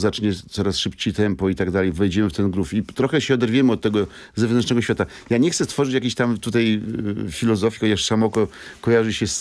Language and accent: Polish; Warsaw, Masovian Voivodeship, Poland; Żartowaliśmy, że jesteśmy razem z Mokotowa